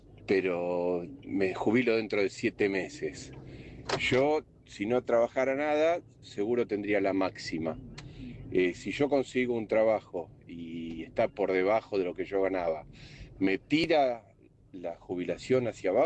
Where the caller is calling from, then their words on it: San Isidro, Buenos Aires Province, Argentina; de San Isidro.